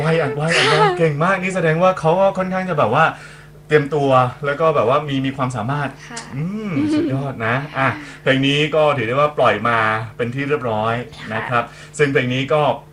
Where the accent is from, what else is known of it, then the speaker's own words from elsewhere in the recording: Bangkok, Thailand; กรุงเทพพี่ก็เป็นคนกรุงเทพ